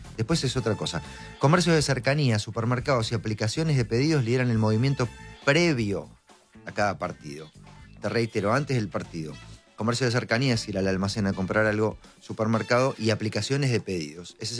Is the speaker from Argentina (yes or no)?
yes; Argentina; cómo somos los argentinos con estas cosas